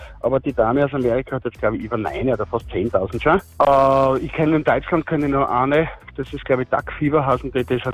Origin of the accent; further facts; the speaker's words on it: Styria, Austria; Bei uns in der Oststeiermark hat es nicht gegeben